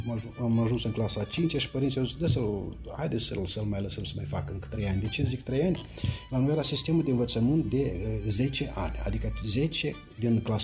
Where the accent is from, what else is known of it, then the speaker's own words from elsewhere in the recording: Moldova; Perioada când am copilărit eu în Basarabia, eram încă, atunci era Imperiul Sovietic, era Imperiul Uniunea Sovietică